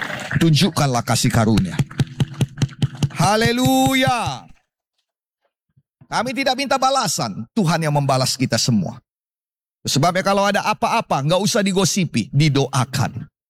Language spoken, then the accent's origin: Indonesian; North Sumatra, Indonesia; Karena kami orang Karo paling suka bicara tentang orang lain.